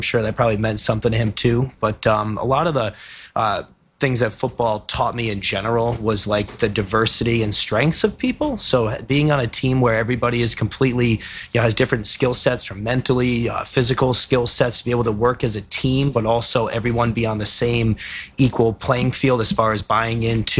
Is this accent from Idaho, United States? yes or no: no; Westerly, Rhode Island, United States; I grew up in Wesley, Rhode Island. I grew up in a football family as well as a big football town.